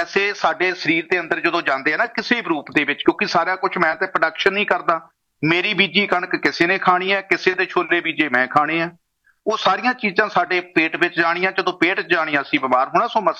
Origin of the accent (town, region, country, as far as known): Punjab, India